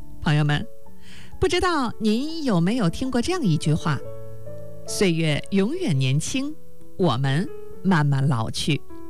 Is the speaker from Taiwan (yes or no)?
no; China; 而我们中国人现在生存年龄和日本人也相差不太多